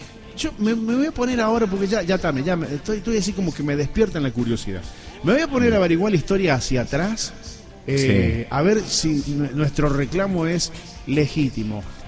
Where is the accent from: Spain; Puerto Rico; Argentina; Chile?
Argentina